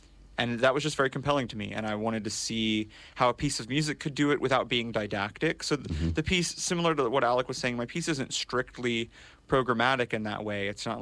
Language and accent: English; Texas, United States; moved away; I'm from Central Texas originally